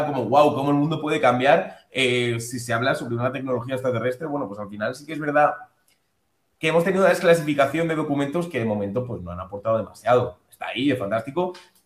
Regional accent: Spain; Yo que soy español, libramos una buena batalla.

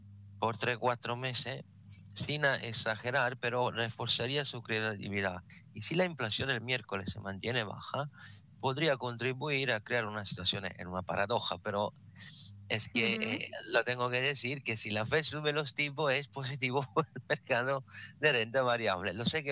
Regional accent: Italy; Spanish is a second language; Como soy italiano, la pizza

